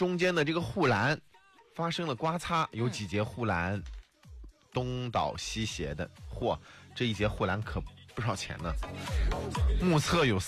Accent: China; 我们中国人非常喜欢桂花，也对桂花赋予了美好的寓意

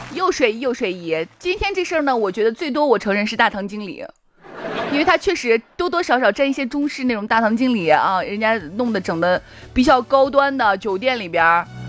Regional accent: China; 我们中国人都会用来盖肚脐眼

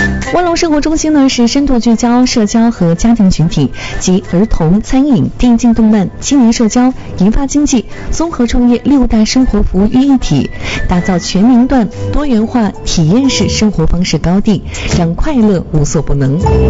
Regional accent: Yingkou, Liaoning, China; 这是我们家乡的短剧，看咱们营口人怎么把家乡拍给全国看的

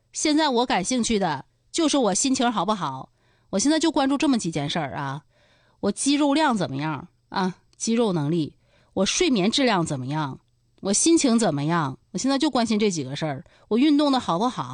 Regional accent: Harbin, Heilongjiang, China; now in Dalian, China; 这可能我是尔滨人啊，我老家是尔滨的，这可能是我们北方人一种饮食习惯，从小喜欢吃蘸酱菜

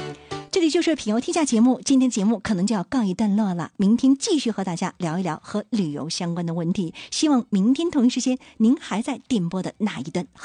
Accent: China

